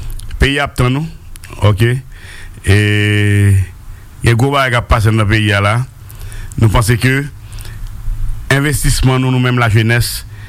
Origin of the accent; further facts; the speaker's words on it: Haiti; je suis haïtien.